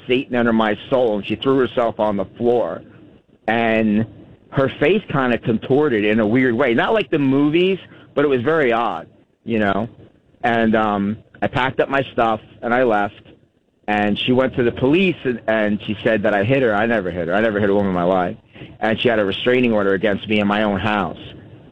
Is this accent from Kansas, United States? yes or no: no; New Jersey, United States; I grew up in New Jersey, you know, and New Jersey